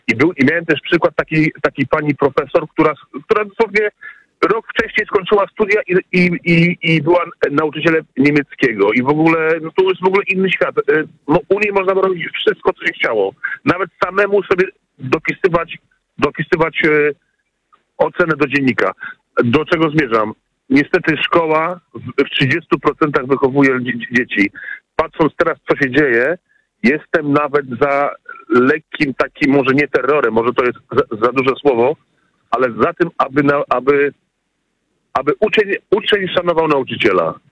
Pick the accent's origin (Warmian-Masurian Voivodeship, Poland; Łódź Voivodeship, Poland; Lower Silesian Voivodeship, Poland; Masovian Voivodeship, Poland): Masovian Voivodeship, Poland; Warsaw; ja mam 46 lat, wychowałem się w Warszawie